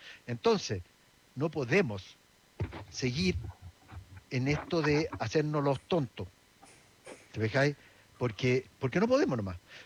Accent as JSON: {"language": "Spanish", "country": "Chile", "said": "Porque nosotros, como chilenos, la verdad que lo único que tenemos es una montaña de deuda"}